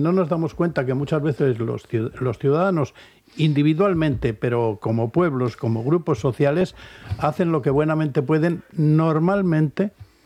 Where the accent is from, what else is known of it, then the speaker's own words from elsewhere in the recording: Basque Country, Spain; A mí los saharauis, creo que como ciudadano español y vasco no me hacen ningún daño.